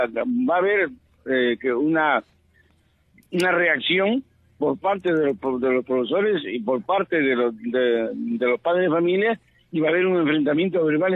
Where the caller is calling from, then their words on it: Trujillo, La Libertad, Peru; de Trujillo.